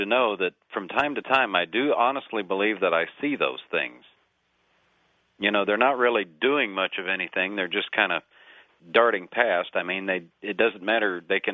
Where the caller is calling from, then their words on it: Kansas City, Missouri, United States; I'm calling from KCMO in Kansas City, Missouri.